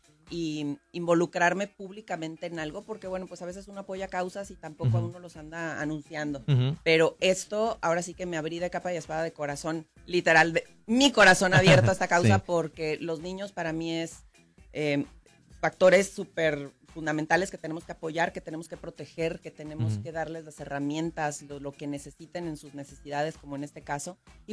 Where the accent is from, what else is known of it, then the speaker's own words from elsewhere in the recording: Ciudad Juárez, Chihuahua, Mexico; O sí, sea, al final soy chihuahuense de Juárez, que viva, que esté, o vaya y venga aquí al Paso, Texas, pues al final somos ciudades hermanas.